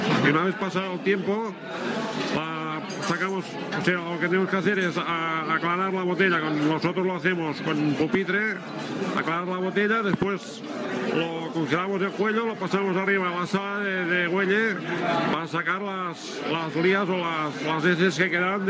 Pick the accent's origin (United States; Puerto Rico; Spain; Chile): Spain; Subirats, Catalonia; Nosotros somos del Alt Penedès, estamos en el municipio de Subirats, que es el segundo municipio más grande de Cataluña